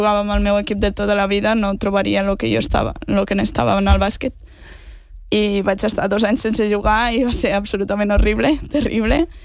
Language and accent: Catalan; Lleida, Catalonia, Spain; now in Barcelona, Spain; em vaig mudar aquí a Barcelona per fer la carrera, jo també soc de Lleida